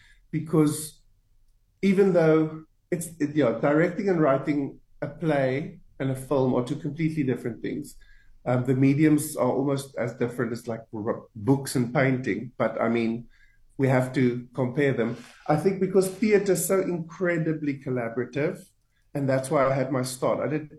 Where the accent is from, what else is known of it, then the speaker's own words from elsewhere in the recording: Limpopo, South Africa; I'm from a tiny town in Limpopo called Luitrichard.